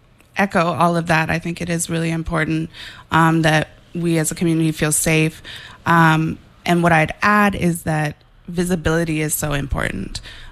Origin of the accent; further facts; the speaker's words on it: Frederiksted, St. Croix, U.S. Virgin Islands; And I'm from West, so that's my stomping ground.